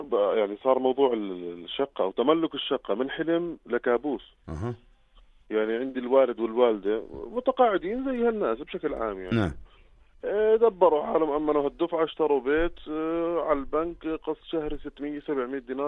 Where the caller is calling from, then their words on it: Irbid, Irbid Governorate, Jordan; انا بحكي معك طبعا من اربد